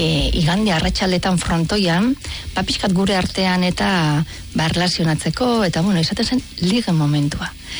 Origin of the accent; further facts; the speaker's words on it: Urretxu, Basque Country, Spain; ni Urretxukoa naiz.